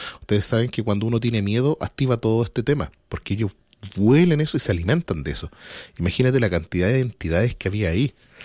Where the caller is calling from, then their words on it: Santiago, Santiago Metropolitan Region, Chile; Yo soy de Santiago.